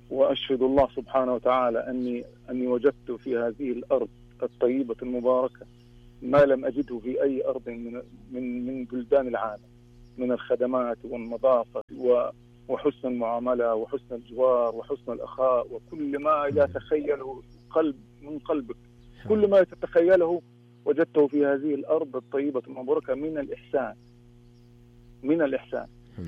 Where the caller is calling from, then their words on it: Egypt; انا مصري.